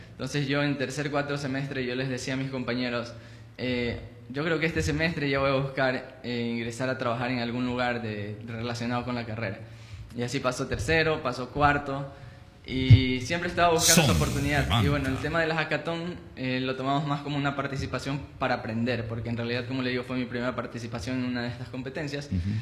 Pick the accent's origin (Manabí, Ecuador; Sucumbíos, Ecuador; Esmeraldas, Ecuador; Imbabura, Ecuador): Manabí, Ecuador; Jaramijó; Yo soy de Jaramijó. Tengo 26 años